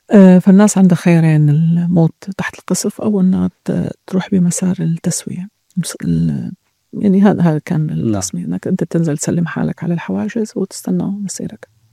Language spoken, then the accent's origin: Arabic; Syria; ما لازم نحن نشوف بعضنا كلنا كسوريين.